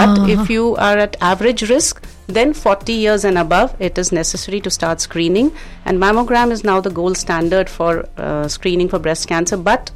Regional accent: Dehradun, Uttarakhand, India; also born or lived in UAE; now in Ahmedabad, India; I'm originally from Dehradun.

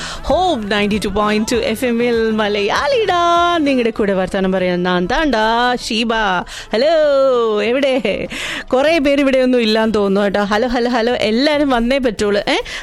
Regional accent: Thiruvananthapuram, Kerala, India; accent: Thiruvananthapuram slang; ഞങ്ങൾ തിരുവനന്തപുരത്തുകാരാണ് സാർ.

